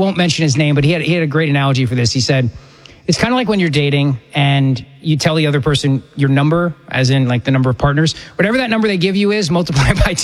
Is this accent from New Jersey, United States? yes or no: yes; New Jersey, United States; I grew up in Jersey politics, and I spent a lot of time in Philly politics.